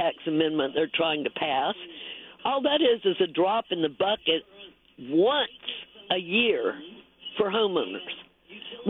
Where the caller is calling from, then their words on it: Brooksville, Florida, United States; I'll be 71 in a couple of months, and I've lived in Florida since the mid-80s. I own my own home.